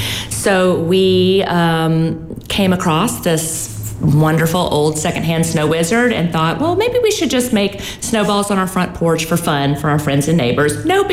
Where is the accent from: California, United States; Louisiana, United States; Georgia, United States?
Louisiana, United States; I grew up in Louisiana, grew up eating them.